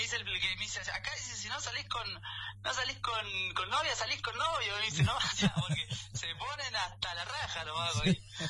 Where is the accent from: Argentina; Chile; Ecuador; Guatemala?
Argentina; San José de Jáchal, San Juan; now in Guadalajara, Mexico; Realmente pasó una infancia, eso es lo que tiene lindo Hachal, que es muy muy puro en ese lado de una infancia totalmente pura, ¿no? Realmente creo que me tocó vivir eso, y la verdad que después, bueno, de la vida nos fuimos al